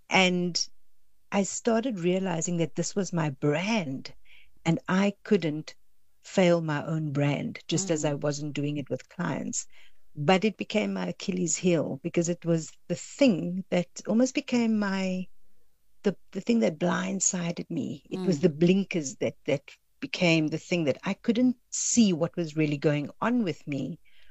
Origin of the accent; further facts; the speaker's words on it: Cape Town, Western Cape, South Africa; moved away as an adult; I'm originally from Cape Town, and I spent the first 10 years of my career there